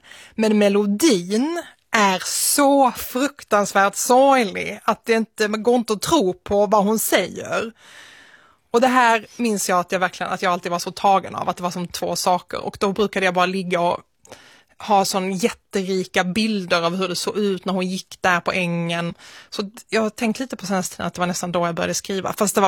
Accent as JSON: {"language": "Swedish", "town": "Malmö", "region": "Skåne", "country": "Sweden", "tie": "born or raised there", "also_born_or_lived": "Nötesjö", "said": "Utanför Svedala, som heter Nötesjö, en liten by. Och sen så flyttade jag in till Malmö när jag var 5 år gammal ungefär. Men de mina första år i livet växte jag upp där ute."}